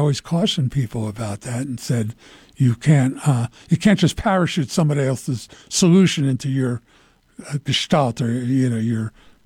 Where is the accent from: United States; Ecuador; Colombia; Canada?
United States; Philadelphia, Pennsylvania; I mean, so I grew up in Philadelphia around Quakers.